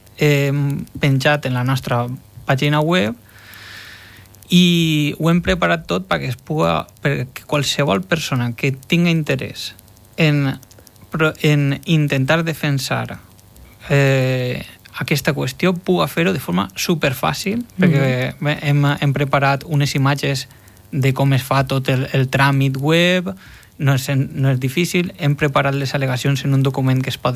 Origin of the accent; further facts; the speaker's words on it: Gandia, Valencian Community, Spain; jo soc de Gandia